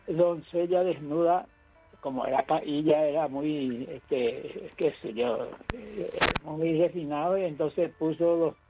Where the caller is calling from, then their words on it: Paraguay